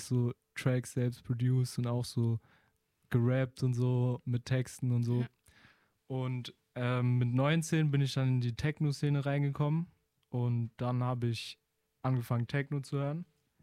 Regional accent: Karlsruhe, Baden-Württemberg, Germany; ich bin hier geboren, in Karlsruhe und auch aufgewachsen.

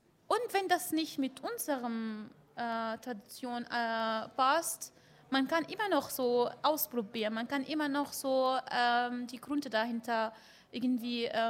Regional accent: Bavaria, Germany; ich komme aus der Nähe von Würzburg

